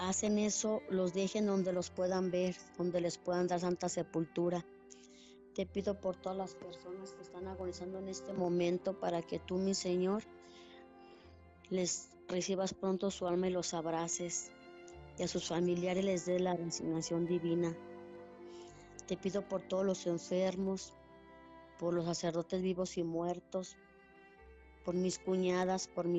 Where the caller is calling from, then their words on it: Ocotlán, Jalisco, Mexico; De aquí de Ocotlán, Jalisco.